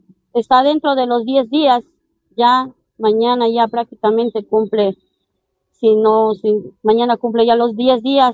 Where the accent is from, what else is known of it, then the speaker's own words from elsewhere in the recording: Orellana, Ecuador; yo vengo de la provincia de Orellana, pero mi hijo se hace atender aquí en el Bacortiz, que queda aquí en Quito.